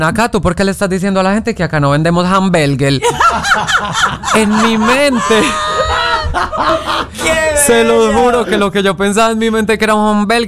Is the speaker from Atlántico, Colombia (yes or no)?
no; Medellín, Antioquia, Colombia; moved away as an adult; now in Puerto Rico; Soy de Medellín.